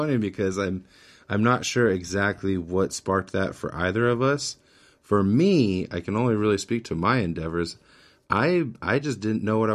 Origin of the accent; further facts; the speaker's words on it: McKinleyville, California, United States; We grew up in McKinleyville. We went to all the same schools.